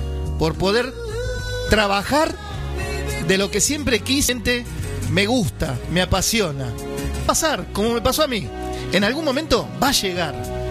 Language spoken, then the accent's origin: Spanish; Argentina; los argentinos somos de quejar